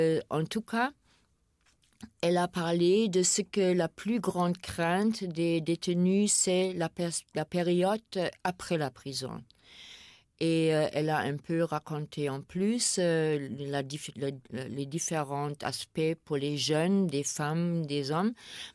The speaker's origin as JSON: {"language": "French", "country": "Germany", "moved": "yes", "lives_now": "Rodrigues, Mauritius", "said": "je suis la gérante de Kerco depuis 2013. Je vis à Rodrigue depuis 29 ans, parce que Rodriguez est née allemande."}